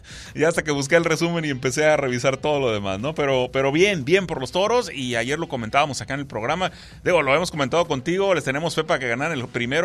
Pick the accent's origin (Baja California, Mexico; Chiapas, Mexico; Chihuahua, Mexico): Baja California, Mexico; Tijuana; Pues porque soy de Tijuana.